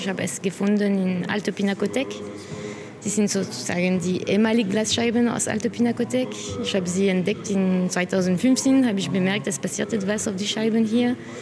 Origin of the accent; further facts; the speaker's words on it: France; German is a second language